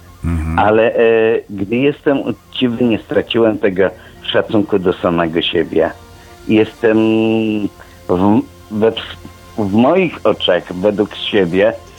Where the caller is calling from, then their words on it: Zawiercie, Silesian Voivodeship, Poland; Jestem alkoholikiem, dzwonię z Zawiercia.